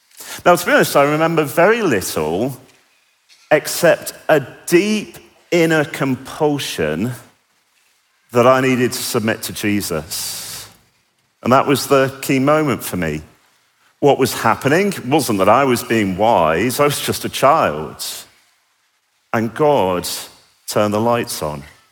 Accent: Manchester, North West England, United Kingdom; born there; I was born in Manchester, so I speak properly. Thankful beyond words that I was born into a Christian family.

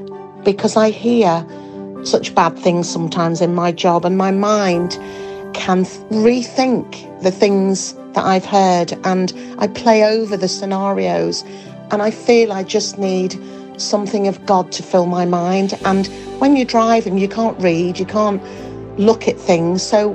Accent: Leeds, Yorkshire and the Humber, United Kingdom; from Leeds.

